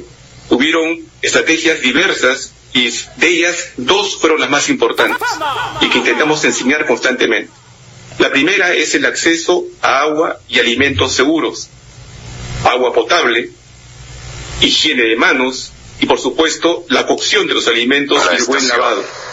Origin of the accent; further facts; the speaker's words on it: Peru; Nosotros que somos peruanos